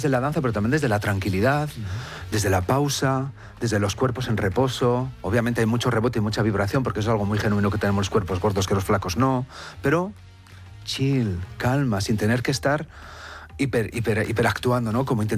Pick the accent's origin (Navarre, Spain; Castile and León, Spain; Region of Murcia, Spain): Castile and León, Spain; Valladolid; yo soy castellano